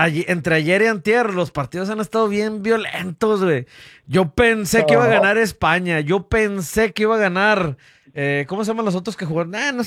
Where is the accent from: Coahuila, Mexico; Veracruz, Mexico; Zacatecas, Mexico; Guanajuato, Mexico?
Guanajuato, Mexico; León; Yo soy de León, Guanajuato, de León tras Guanajuato.